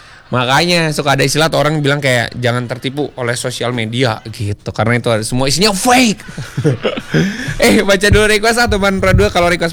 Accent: West Java, Indonesia; aku sebagai orang Sunda

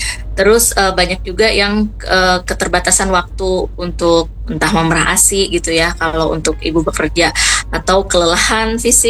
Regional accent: West Java, Indonesia; now in South Kalimantan, Indonesia; saya sendiri kan berasal dari Jawa Barat gitu ya Kak ya, ternyata pas pindah ke sini, ke Kalimantan Selatan gitu

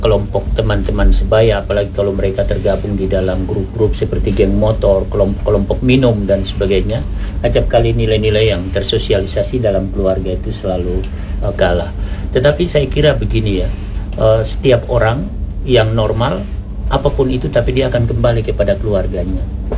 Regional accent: Maluku, Indonesia; kita orang Maluku ini adalah orang yang berperadaban, bukan saja di Nusantara tapi di dunia ya.

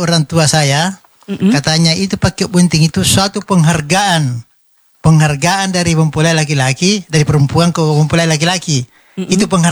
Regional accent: Makassar, South Sulawesi, Indonesia; kita orang Makassar

